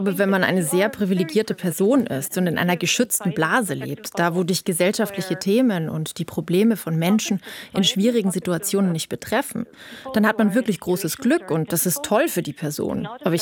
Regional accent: Tel Aviv, Tel Aviv District, Israel; Ich bin in Tel Aviv aufgewachsen und meine Eltern haben die Sowjetunion verlassen, als sie zusammengebrochen ist.

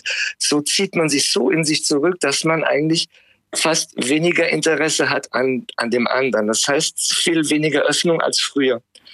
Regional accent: Germany; moved away as an adult; now in Paris, France; Und ich bin auch in Deutschland zu Hause, also ich meine aus meiner Geburtsstadt und so weiter.

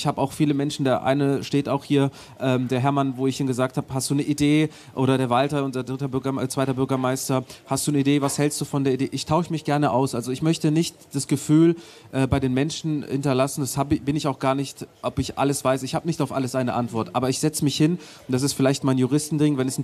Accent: Germany; Ich bin aber in Deutschland geboren, aufgewachsen. Ich kenne kein anderes Leben, ich kenne keine andere Sozialisierung und ich weiß gar nicht, wo ich woanders meine Heimat nennen kann.

